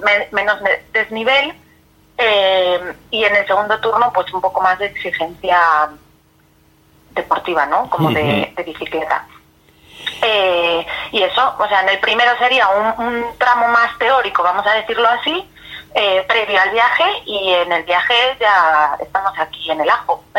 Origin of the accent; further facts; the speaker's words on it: Galicia, Spain; yo soy de Galicia